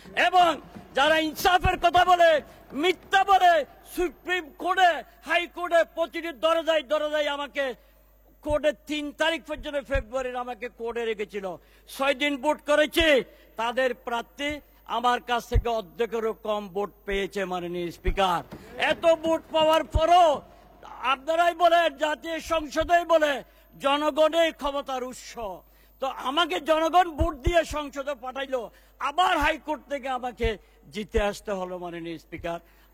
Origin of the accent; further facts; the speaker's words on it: Chittagong, Chittagong Division, Bangladesh; আমরা চট্টগ্রামের লোকজন